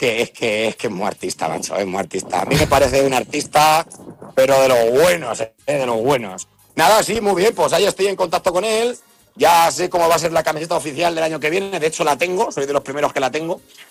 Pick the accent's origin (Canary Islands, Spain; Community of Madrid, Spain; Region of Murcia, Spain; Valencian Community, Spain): Community of Madrid, Spain; Madrid; hoy yo soy un madrileño que me he venido al pueblo